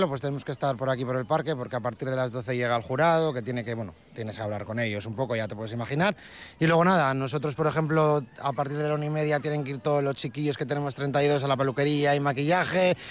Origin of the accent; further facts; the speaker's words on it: Castro Urdiales, Cantabria, Spain; yo soy de Castro de toda la vida, pero parte de mi familia es de Santurce y trabajo en el País Vasco